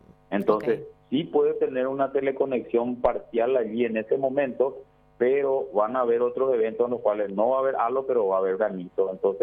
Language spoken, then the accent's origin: Spanish; Paraguay; a los que somos aquí de Central y de Capital